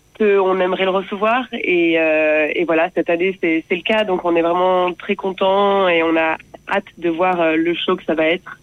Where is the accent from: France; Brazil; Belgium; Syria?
France; Occitanie; Nous on est du Gard.